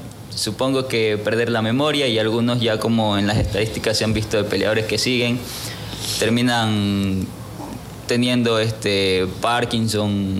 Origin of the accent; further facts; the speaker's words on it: Ecuador; fuimos algunos ecuatorianos, fuimos como 4 ecuatorianos.